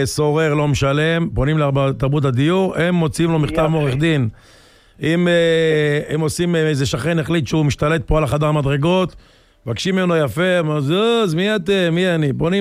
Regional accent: Bat Yam, Tel Aviv District, Israel

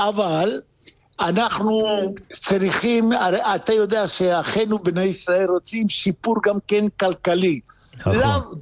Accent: Tangier, Tanger-Tetouan-Al Hoceima, Morocco; also born or lived in France / Israel; now in Venezuela; אני גדלתי בטנג'יר, זו הייתה עיר בינלאומית. ואחר כך עברתי, גדלתי באוצר התורה, בישיבה של אוצר התורה בטנג'יר, ואחר כך עברתי לצרפת, ואחר כך למדתי בארץ, בישיבת שארית יוסף

